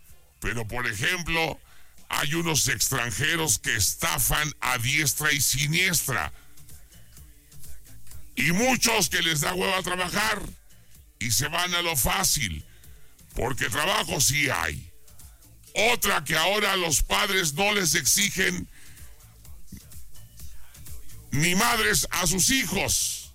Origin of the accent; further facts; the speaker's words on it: Guadalajara, Jalisco, Mexico; Por ejemplo, yo soy de Guadalajara y no me vayan a creer que ando rateando.